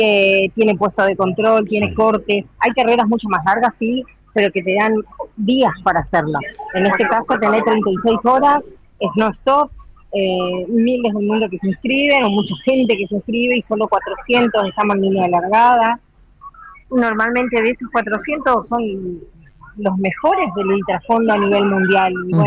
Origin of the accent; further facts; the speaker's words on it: Misiones, Argentina; es un placer para mí poder representar nuestra provincia, nuestra gran tierra colorada, a nuestra República Argentina, obviamente, y ni hablar de mi ciudad